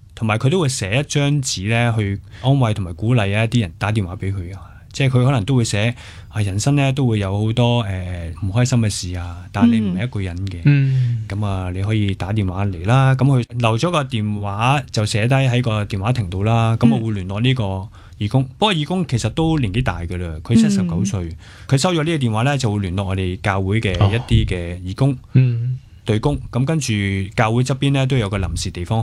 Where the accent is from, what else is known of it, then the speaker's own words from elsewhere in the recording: Hong Kong; 我哋香港人